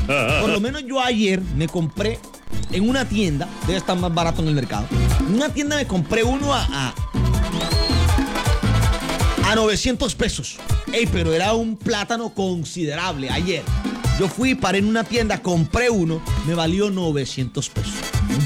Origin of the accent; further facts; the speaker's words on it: Valencia, Córdoba, Colombia; Desde Mogambo y para mi pueblo Valencia. Un abrazo a la gente de Valencia, Córdoba.